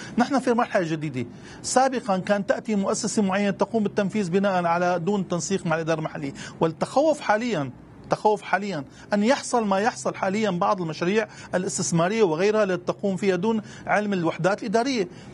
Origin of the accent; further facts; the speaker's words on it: Syria; ولدينا طبوغرافيون أكفاء في سوريا، ونحن سوريين نصدر مهندسون إلى العالم